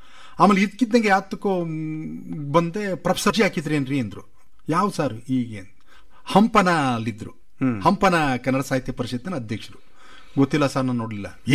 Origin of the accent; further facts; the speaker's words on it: Mandya district, Karnataka, India; ನನ್ನ ಹೋಬಳಿ ಬಿಣ್ಣಿಗುಳ್ಳೆ ಹೋಬಳಿ